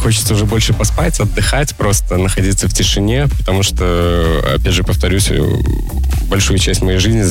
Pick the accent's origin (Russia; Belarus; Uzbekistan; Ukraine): Belarus; Novopolotsk, Vitebsk Region; now in Polotsk, Belarus; Вообще, родом я из города Новополоцка. Сейчас проживаю в городе Полоцк, то есть по соседству. Мне 33 года